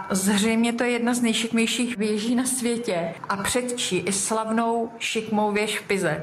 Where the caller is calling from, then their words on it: Mladá Boleslav, Central Bohemian Region, Czechia; Já jsem z Mladé Boleslavy a na tu Putnu koukám z balkonu.